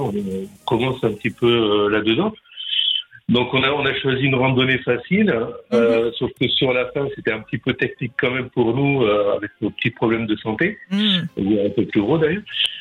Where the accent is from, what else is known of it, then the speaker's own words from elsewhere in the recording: south of France, France; Oh non, en plus, nous, on est originaire du Sud, donc l'heure espagnole, on connaît.